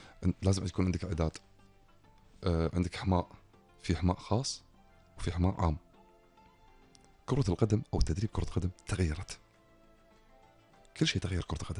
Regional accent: Kuwait; عندنا بالكويت

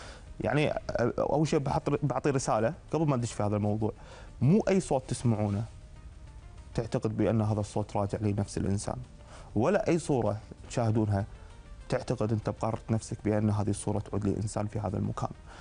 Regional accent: Kuwait

